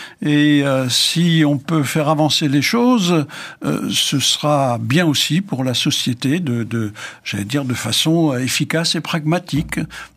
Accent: Grand Est, France; Enfin, chez nous en Alsacien, on appelait ça un tziguiner

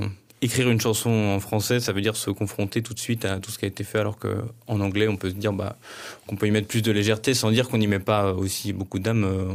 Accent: Lannion, Brittany, France; Je suis de Lannion.

